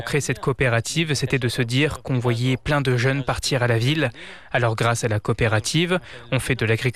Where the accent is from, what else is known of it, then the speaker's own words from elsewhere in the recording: Tanger-Tetouan-Al Hoceima, Morocco; Je suis du Douart Ouajna, dans la province de l'Arache.